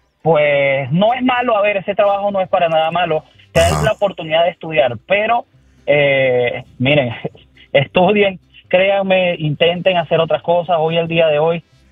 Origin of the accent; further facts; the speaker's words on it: Venezuela; moved away; soy venezolano.